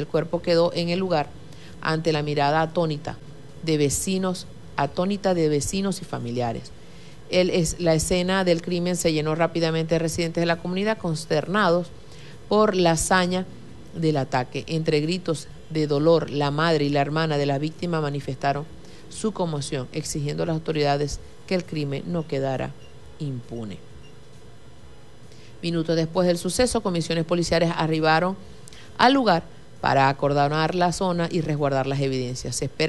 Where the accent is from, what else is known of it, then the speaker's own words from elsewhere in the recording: Venezuela; Los que seguimos acá en Venezuela